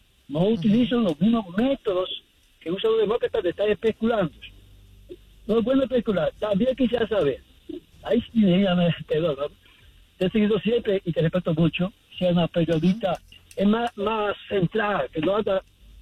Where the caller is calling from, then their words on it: Queens, New York, United States; Queens, New York.